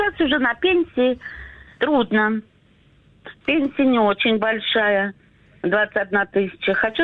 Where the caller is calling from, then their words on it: Voronezh, Voronezh Oblast, Russia; Я звоню из Воронежа.